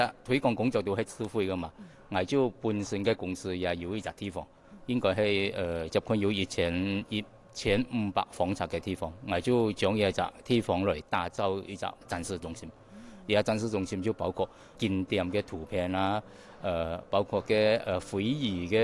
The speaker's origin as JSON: {"language": "Cantonese", "country": "Malaysia", "said": "仲有我哋马来西亚人食款喜欢系一样东西，客家酿酒。"}